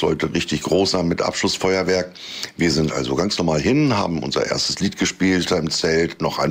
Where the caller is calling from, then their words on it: Northern Germany, Germany; Ich habe damals, sogar als Norddeutscher, in einer Bayernband mitgemacht